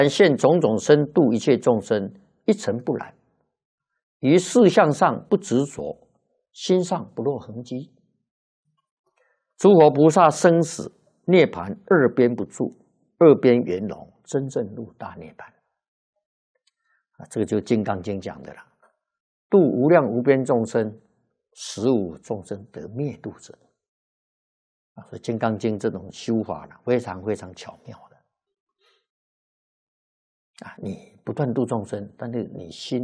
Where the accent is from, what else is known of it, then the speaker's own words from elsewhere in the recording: China; 释迦佛在古印度示现的寿命是79岁，我们中国人算了是虚岁80岁